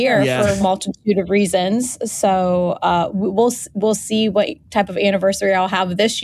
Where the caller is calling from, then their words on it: Chicago, Illinois, United States; from Chicago.